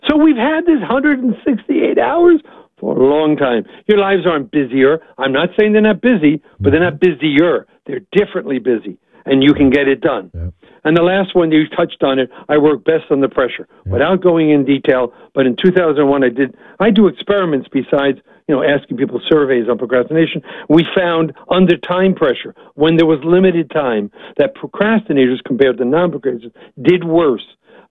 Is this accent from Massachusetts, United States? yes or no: no; New York, United States; Okay, I talk fast. I'm from New York, so I can do this.